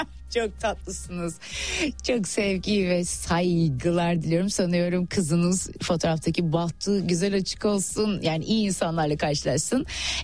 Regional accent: Yeşilköy, Istanbul, Turkey; Ben kendim de, ki hep bunu bahsediyorum, Yeşilköylüyüm.

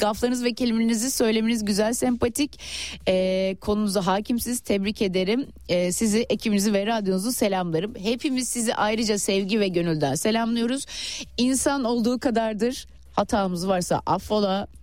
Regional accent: Yeşilköy, Istanbul, Turkey; Ben kendim de, ki hep bunu bahsediyorum, Yeşiköylüyüm.

